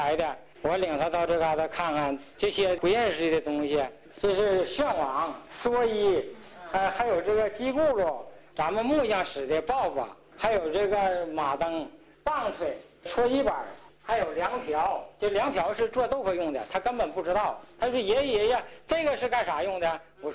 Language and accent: Chinese; China; 从小就在这儿长大的